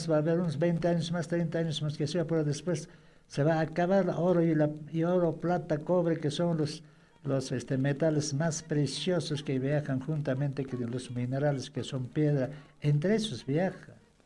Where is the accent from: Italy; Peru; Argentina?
Peru; Acomayo, Cusco; Acomayo Saralawa, Quispillacta, del que yo también soy su nativo habitante.